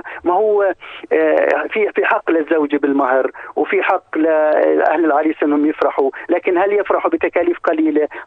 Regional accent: Jordan; بنلوم دائما الدولة سواء عندنا في الأردن او غيرنا

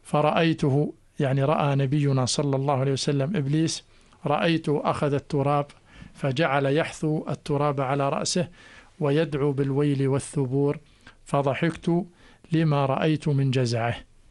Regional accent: Jordan; أننا نمثل بلدنا. لما تقول أنا حاج أردني

